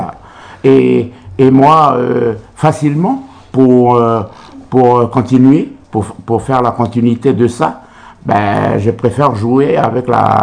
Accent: New Caledonia; now in Nouméa, New Caledonia; Ici à Nouméa, mais on est originaire de la tribu de l'Arête, de l'Eni.

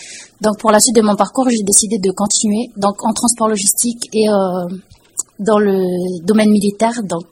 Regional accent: Lifou, Loyalty Islands Province, New Caledonia; je suis originaire de Lifou.

